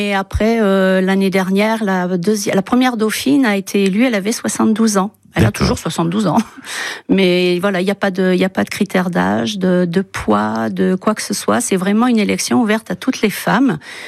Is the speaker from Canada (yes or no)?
no; Centre-Val de Loire, France; now in Benaille, France; je ne suis pas originaire de Benaille, je suis originaire du Sancerre.